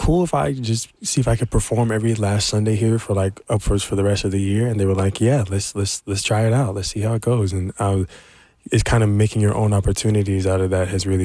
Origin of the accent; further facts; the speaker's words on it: Nashville, Tennessee, United States; I make R&B, and I'm from Nashville, Tennessee. Nice. Inglewood, to be exact.